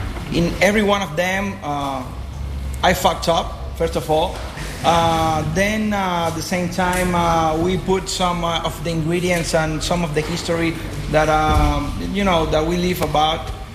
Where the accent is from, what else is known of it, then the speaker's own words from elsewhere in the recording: Havana, Cuba; English is a second language; I'm coming from Havana. I'm living in Havana. I'm coming from a rough kind of a context.